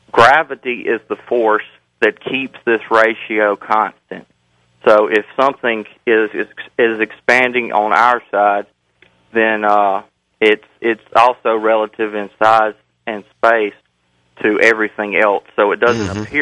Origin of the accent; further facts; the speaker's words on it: Moselle, Mississippi, United States; Matter because … from Moselle, Mississippi.